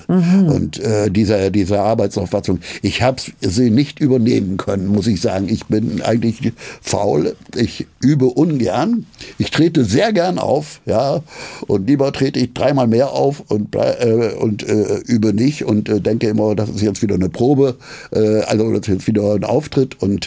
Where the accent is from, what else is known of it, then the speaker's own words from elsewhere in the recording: Osnabrück, Lower Saxony, Germany; accent: between Hamburg and Ruhr area; now in Berlin, Germany; Ich komme ursprünglich aus Osnabrück. Osnabrück, das ist so, wenn man von Berlin nach Amsterdam fährt, halbe Strecke. Da ist Osnabrück, ist schon fast an der Nähe zur holländischen Grenze